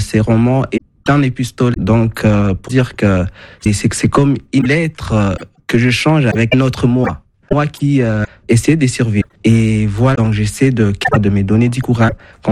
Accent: Bukavu, South Kivu, DR Congo; Je suis né à Bukavu et j'ai grandi à Bukavu.

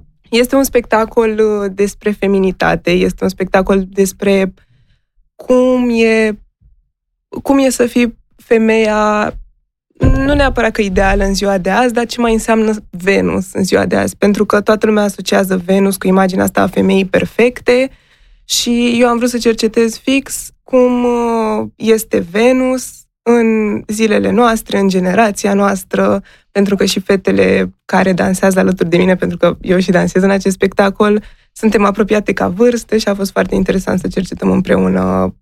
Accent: Craiova, Dolj, Romania; now in Bucharest, Romania; Eu m-am mutat din Craiova în București și...

